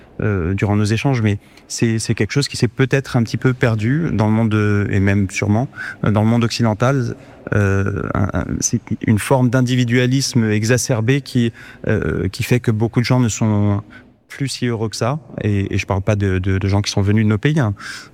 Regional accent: Nantes, Pays de la Loire, France; also born or lived in Iraq / Paris; je suis né en Irak en 90. Ma famille est arrivée en France en 91, donc je m'en souviens pas. Mais on s'est installé à Nantes, j'ai grandi à Nantes, et puis un peu à Paris sur la fin.

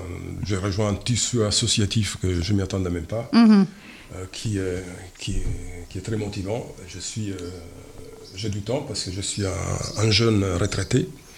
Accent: northern France, France; now in Comminges, France; déjà j'ai des racines italiennes, et puis je viens du nord de la France, donc j'ai rejoint les Comminges il y a 3 ans.

